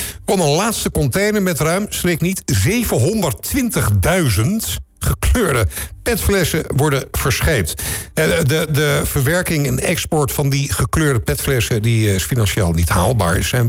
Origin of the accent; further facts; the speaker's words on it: Amsterdam, North Holland, Netherlands; moved away; Ik kom uit Amsterdam, hè